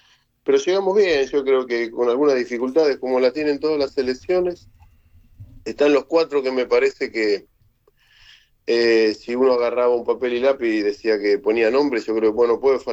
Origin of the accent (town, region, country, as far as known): Argentina